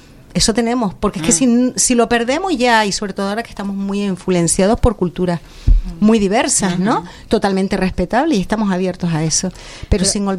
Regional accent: Canary Islands, Spain; Es triste que tengamos que llegar al 30 de mayo para decir, oye, es que soy canario, es que salgo a la calle con la ropa y es que no.

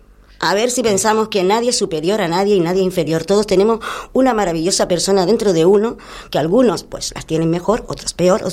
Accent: Canary Islands, Spain; Tú sabes que yo soy muy canaria

